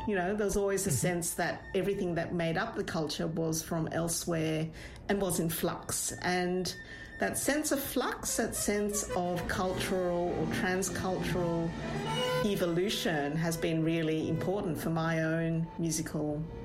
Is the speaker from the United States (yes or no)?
no; Australia; born there; also born or lived in Brunei; And then I was born in Australia and had part of my childhood there.